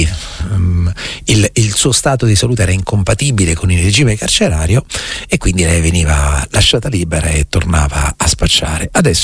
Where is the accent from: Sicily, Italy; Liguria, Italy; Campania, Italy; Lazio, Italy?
Lazio, Italy; Rome